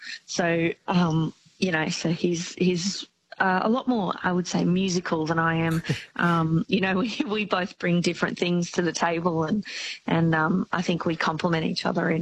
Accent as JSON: {"language": "English", "region": "Queensland", "country": "Australia", "said": "But I'm from Southeast Queensland, so I think it was pretty special to be able to go over to WA and experience that side of the country whilst performing."}